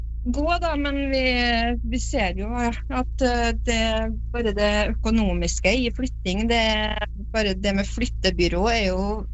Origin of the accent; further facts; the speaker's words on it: Frøya, Trøndelag, Norway; Jeg har bodd på Frøya hele mitt liv